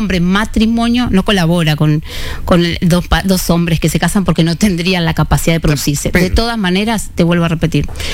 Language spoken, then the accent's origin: Spanish; Colonia, Uruguay; no pudo venir a estudiar a Montevideo, nosotros somos de Colonia.